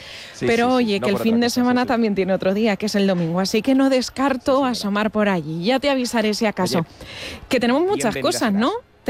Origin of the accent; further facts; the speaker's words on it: Castilla-La Mancha, Spain; Es que mañana, para los que somos de Castilla-La Mancha, ya sabemos la Feria de Albacete